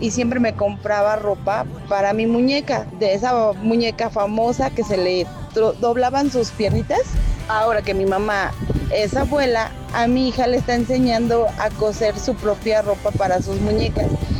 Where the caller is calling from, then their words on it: Puebla, Mexico; los escucho desde Villa Frontera.